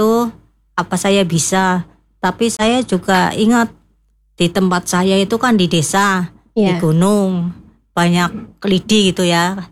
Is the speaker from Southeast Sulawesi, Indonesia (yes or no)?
no; Banyumas, Central Java, Indonesia; Saya dari Desa Singasari, RT1 RW9, Kecamatan Karangluas, Kabupatennya Banyumas, Jawa Tengah.